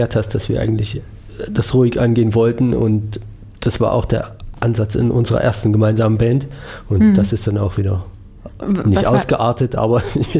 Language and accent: German; Thuringia, Germany; Ich komme ursprünglich aus dem Eichsfeld und wir hatten unseren Proberaum in einem ehemaligen Hühnerstall